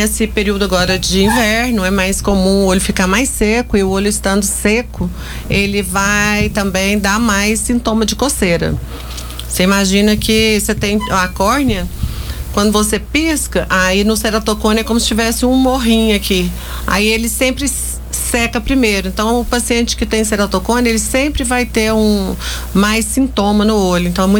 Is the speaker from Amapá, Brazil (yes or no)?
no; Itapuranga, Goiás, Brazil; now in Anápolis, Brazil; Itapuranga